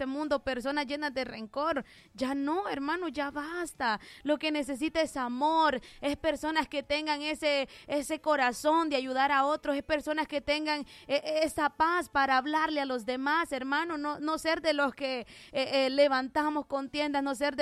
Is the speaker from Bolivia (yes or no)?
no; Honduras